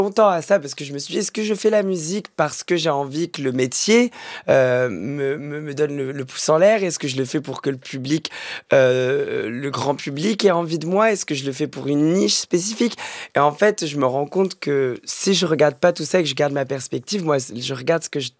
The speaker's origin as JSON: {"language": "French", "country": "France", "said": "on est français"}